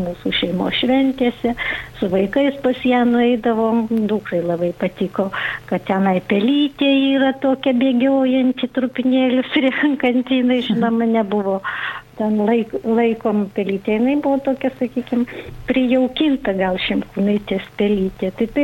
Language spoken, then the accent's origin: Lithuanian; Salakas, Utena County, Lithuania; moved away; nu iš kur kilusi, nu sakau, iš rytų. Aukštaitijos